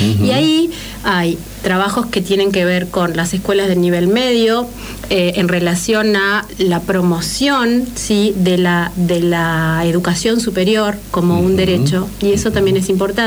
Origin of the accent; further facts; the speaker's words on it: Argentina; nosotros como sociedad argentina